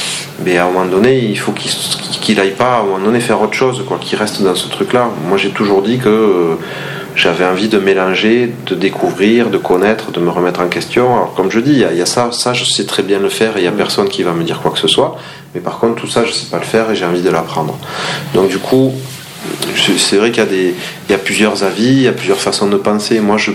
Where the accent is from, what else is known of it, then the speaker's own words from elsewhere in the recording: Toulouse, Occitanie, France; born there; Moi, je suis né à Toulouse, dans une famille d'Espagnols